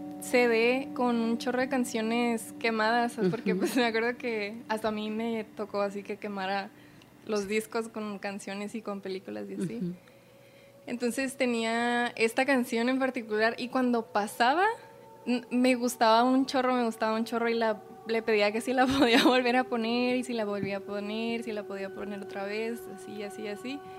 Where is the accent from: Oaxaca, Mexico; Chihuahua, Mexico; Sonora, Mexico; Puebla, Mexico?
Sonora, Mexico; San Luis Río Colorado; moved away as an adult; now in Mexicali, Mexico; Yo soy originaria de San Luis, Río Colorado